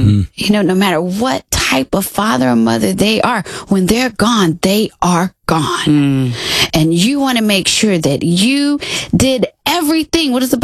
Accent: Texas, United States; So I fly 800 miles to Texas. That's my hometown.

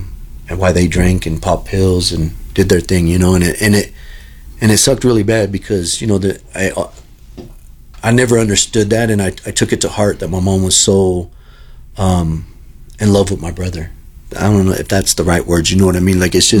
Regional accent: Long Beach, California, United States; also born or lived in San Pedro, California / Burbank, California; now in Colorado, United States; I was born and raised in Burbank, forgot to mention that. I was born in San Pedro, California, and raised in Wilmington and Long Beach pretty much my whole life before I came to Colorado.

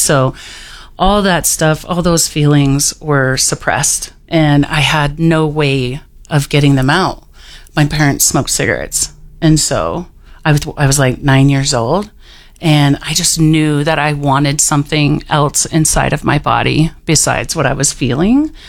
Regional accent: Wheat Ridge, Colorado, United States; I'm from Wheat Ridge, Colorado.

